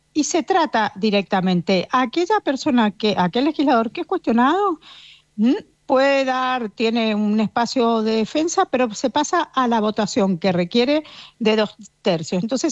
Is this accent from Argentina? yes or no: yes; Mendoza, Argentina; Yo soy oriunda de Mendoza, he sido legisladora